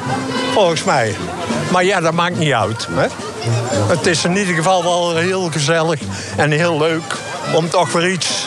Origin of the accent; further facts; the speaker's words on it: Tilburg, North Brabant, Netherlands; Ja, ik ben een echte Tilburger